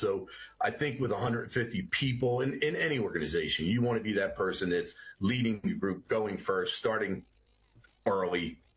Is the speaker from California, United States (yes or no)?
no; Clifton Heights, Pennsylvania, United States; I'm from Clifton Heights, Pennsylvania. I'm the second of four children, older brother, younger brother, and young sister.